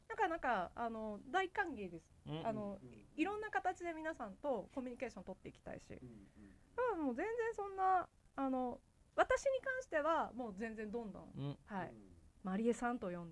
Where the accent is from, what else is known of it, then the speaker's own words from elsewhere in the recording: Tottori, Japan; moved away; 私のふるさと、まあ、鳥取県のね、